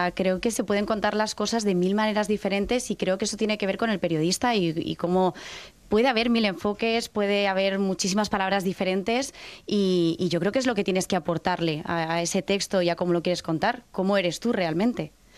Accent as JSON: {"language": "Spanish", "town": "Alicante", "region": "Valencian Community", "country": "Spain", "said": "yo, por ejemplo, soy de Alicante. Mi casa está a 700 kilómetros"}